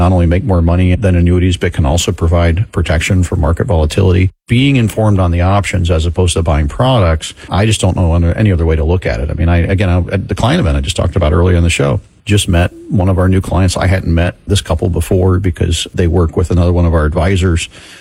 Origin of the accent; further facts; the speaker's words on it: Florida, United States; Yeah, I was born and raised in Florida. I guess that surprises me a little.